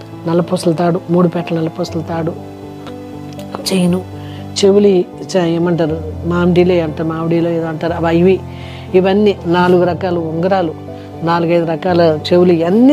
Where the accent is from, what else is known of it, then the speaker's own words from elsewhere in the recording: Bhimavaram, Andhra Pradesh, India; భీమవరంలోనే rest house road, మాది Bhimavaram. So భీమవరంలోనే rest అక్కడే పుట్టాను, అక్కడే పెరిగాను.